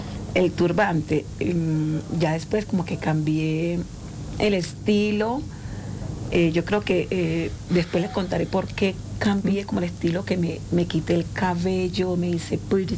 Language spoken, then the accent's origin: Spanish; Colombia; Somos colombianas y tenemos que defender la causa y nuestra comunidad.